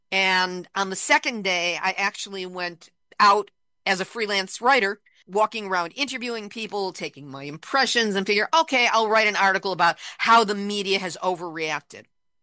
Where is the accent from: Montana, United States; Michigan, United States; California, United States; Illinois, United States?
Illinois, United States; Chicago; I tried being an environmental activist when I was in my teens. I grew up in Chicago.